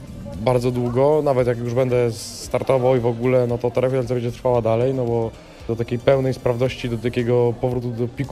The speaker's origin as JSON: {"language": "Polish", "town": "Szprotawa", "region": "Lubusz Voivodeship", "country": "Poland", "tie": "born or raised there", "said": "u mnie w Szportawie, gdzie się wychowałem, urodziłem i pierwsze kroki w sporcie stawiałem"}